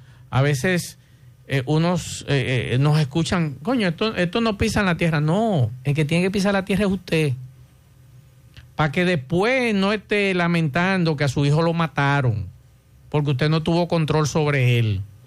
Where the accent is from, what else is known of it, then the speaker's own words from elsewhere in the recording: Santo Domingo, Distrito Nacional, Dominican Republic; en mi barrio donde me crié, en el Ensanche La Fe